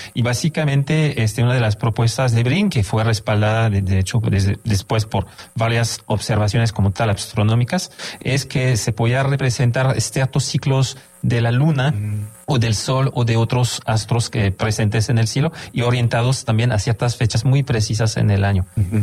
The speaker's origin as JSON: {"language": "Spanish", "town": "Monterrey", "region": "Nuevo León", "country": "Mexico", "said": "nuestra identidad como regios y personas del noreste de México"}